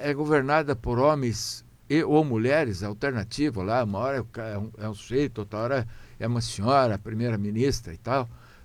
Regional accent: Brazil; Nós somos brasileiros natos, todos nós.

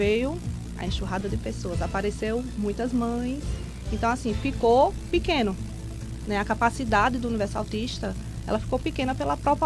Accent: Pesqueira, Pernambuco, Brazil; now in Toritama, Brazil; Sou de Pesqueira e morei em Toritama há 20 anos.

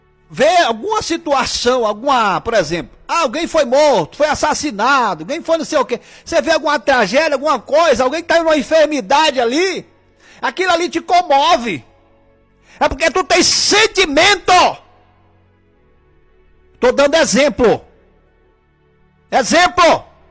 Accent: Tocantins, Brazil; porque eu sou do norte, lá do Tocantins, né? E tem muito dizer do norte diferente.

